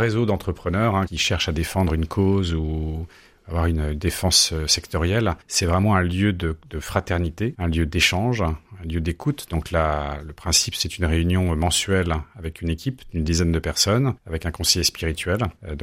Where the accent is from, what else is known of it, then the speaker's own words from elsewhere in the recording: northern France, France; moved away as an adult; also born or lived in England; now in Montpellier, France; Moi, je suis plutôt originaire du nord de la France, mais j'ai des attaches très anciennes dans la région, puisque au 19e siècle, ma famille est originaire de l'Aude.